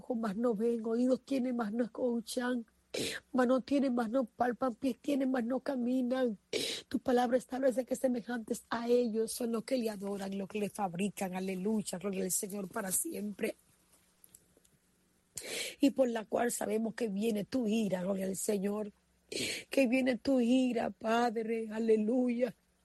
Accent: Dominican Republic; mi tierra. Sana nuestra tierra, Señor. Sana nuestra nación, República Dominicana

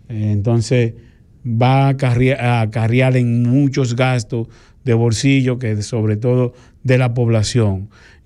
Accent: Dominican Republic; nosotros como médicos, como ente dominicanos que somos, como médicos que trabajamos en la República Dominicana

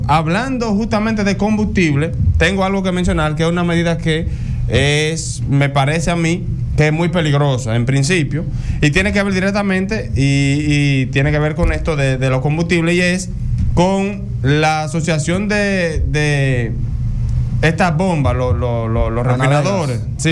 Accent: Tamayo, Bahoruco, Dominican Republic; yo soy de Tamayo.

